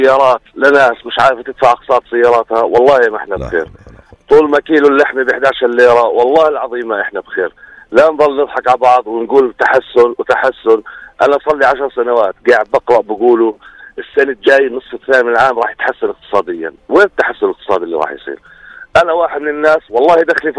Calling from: Jordan; اي دراسه عندنا بالاردن

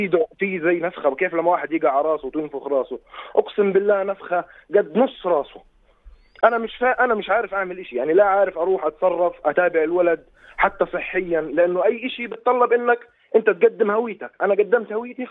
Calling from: Jordan; ما شاء الله اقل شارع عندنا في الاردن فيه 3-4 دوريات

